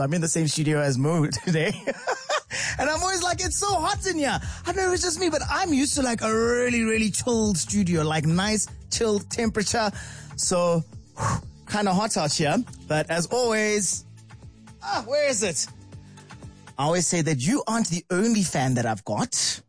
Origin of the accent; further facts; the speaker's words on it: Alberton, Gauteng, South Africa; Now I'm in Alberton. I'm kidding. I'm from Alberton.